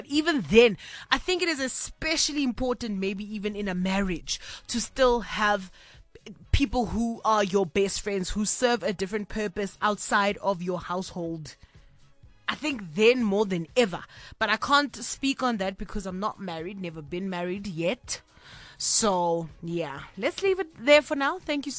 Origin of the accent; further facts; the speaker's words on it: Kimberley, Northern Cape, South Africa; I'm from Kimberley. That's like, we are neighbors